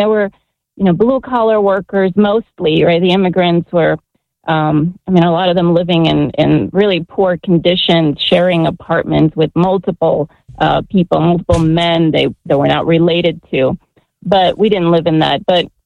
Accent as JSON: {"language": "English", "country": "Poland", "moved": "yes", "lives_now": "Chicago, United States", "said": "I emigrated from Poland in 1985 to Chicago, and we lived in the area of Jackowo, as we used to call it, St. Adalbert Parish."}